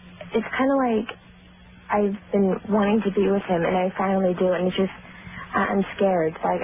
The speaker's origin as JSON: {"language": "English", "town": "Long Beach", "region": "California", "country": "United States", "said": "Long Beach."}